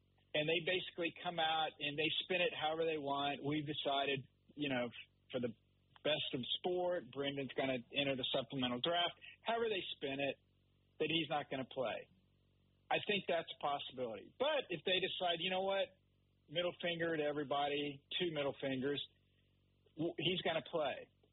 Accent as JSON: {"language": "English", "region": "Oklahoma", "country": "United States", "tie": "born or raised there", "said": "but I grew up in Oklahoma, so I grew up, there was a Southwest Conference."}